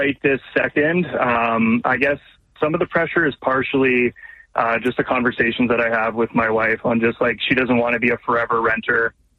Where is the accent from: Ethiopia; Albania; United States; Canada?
Canada; Ottawa, Ontario; I grew up in Ottawa. My parents don't live there anymore. They've moved. They live on the east coast of Canada.